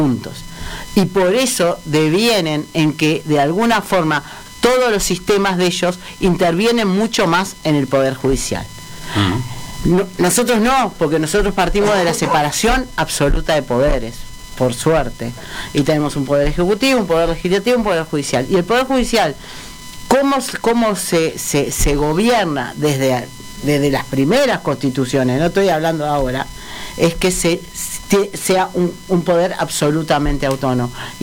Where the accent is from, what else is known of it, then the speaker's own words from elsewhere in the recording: Uruguay; los uruguayos desde nuestro nacimiento.